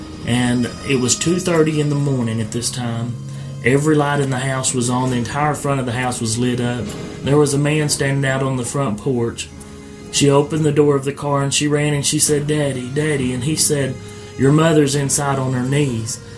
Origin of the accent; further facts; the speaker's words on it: Chattanooga, Tennessee, United States; And I said, I'm a preacher from Chattanooga.